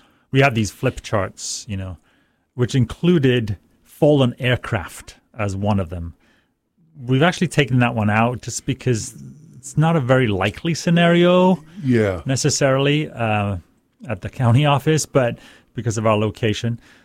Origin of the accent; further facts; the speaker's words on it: United Kingdom; now in California, United States; I'm from the United Kingdom